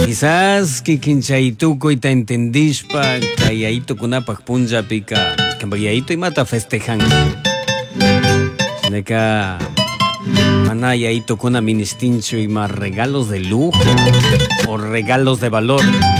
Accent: Ecuador

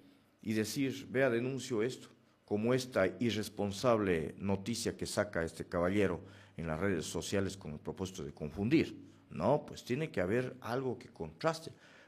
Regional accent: Morona Santiago, Ecuador; soy de Morona Santiago, siento orgullo de ser de mi tierra y aquí estoy, aquí está un hijo de Morona Santiago

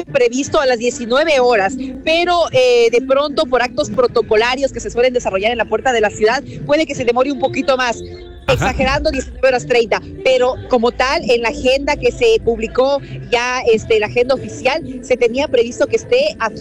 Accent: Ecuador; nosotros como hermanos ecuatorianos

